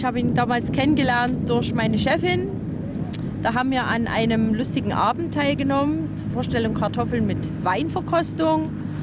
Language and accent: German; Reichenbach, Germany; Wir kommen aus Reichenbach.